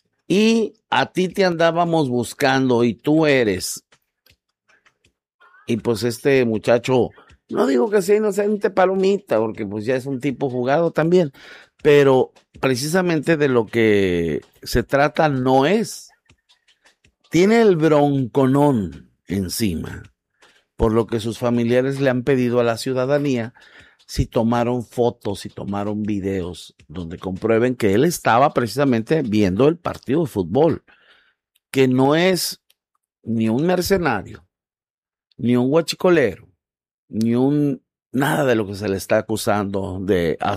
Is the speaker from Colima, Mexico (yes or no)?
yes; Manzanillo, Colima, Mexico; todo mundo que somos de Manzanillo